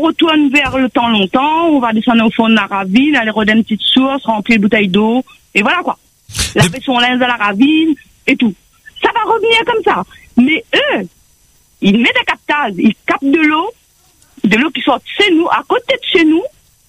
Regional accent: Réunion; Je suis né ici, j'habite ici, je suis mon lombo est enterré là, quoi.

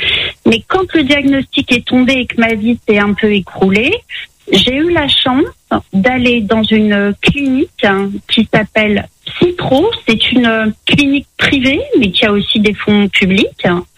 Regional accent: Reims, Grand Est, France; Moi, je suis de Reims.

